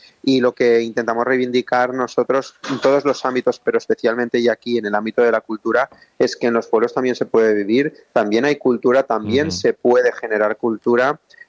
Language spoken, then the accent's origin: Spanish; Potries, Valencian Community, Spain; yo me puedo desplazar a Valencia, la tengo a una hora en coche, o si me voy a Gandía cojo el tren y tal, pero hay mucha gente de mi pueblo que no puede tener esas experiencias